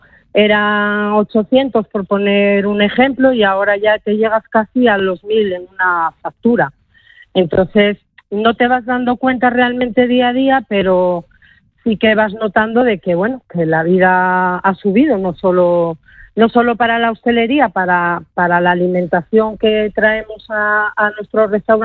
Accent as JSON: {"language": "Spanish", "town": "Gijón", "region": "Asturias", "country": "Spain", "tie": "born or raised there", "moved": "yes", "lives_now": "Toledo, Spain", "said": "yo ya cuando soy la pequeña de los tres, y yo nací en La Calzada, viví dos años en la Calzada, no tengo muchos recuerdos"}